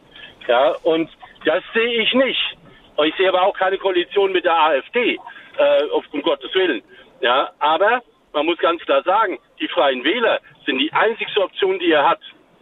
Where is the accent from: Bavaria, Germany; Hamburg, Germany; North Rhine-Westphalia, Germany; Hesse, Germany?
Hesse, Germany; Und das sage ich als Hesse, das muss man mal zusagen.